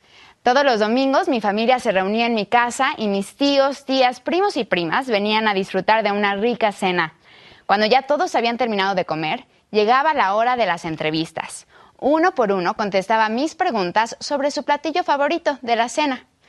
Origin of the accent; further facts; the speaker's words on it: Mexico City, Mexico; now in Salt Lake City, United States; Nací y crecí en la Ciudad de México, el área metropolitana más grande del hemisferio oeste, con una población de 21 millones de personas.